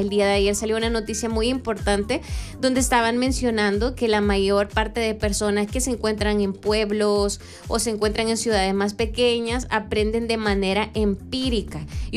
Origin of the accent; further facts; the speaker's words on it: El Salvador; como salvadoreños, como ciudadanos en general, tenemos que tomar acción